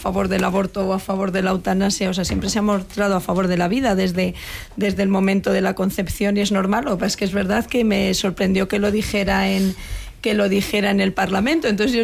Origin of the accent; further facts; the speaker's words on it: Spain; now in Madrid, Spain; yo como española y como, bueno, pues no soy de Madrid, pero vivo aquí